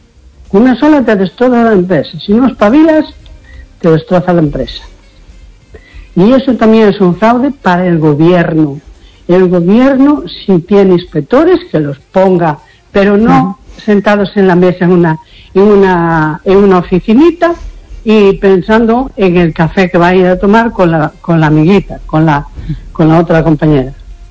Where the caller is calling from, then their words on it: A Coruña, Galicia, Spain; de la Coruña.